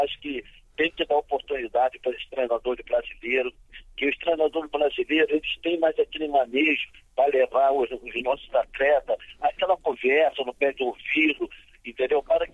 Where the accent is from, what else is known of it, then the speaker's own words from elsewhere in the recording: Brazil; eu não gostaria que a Noruega ganhasse do Brasil, lógico, como brasileiro, né?